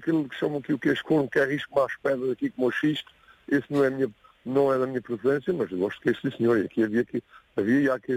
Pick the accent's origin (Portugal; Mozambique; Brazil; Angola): Portugal; now in Germany; eu sou natural, sou de Ferreira José de Adornos, mas a minha esposa é que é daqui desta terra. Mas tenho as raízes praticamente já aqui